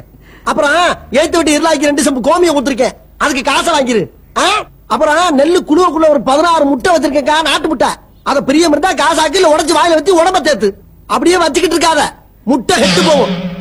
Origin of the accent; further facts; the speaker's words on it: Kanadukathan, Tamil Nadu, India; காரக்குடி பக்கத்துல கானாடு காத்தா.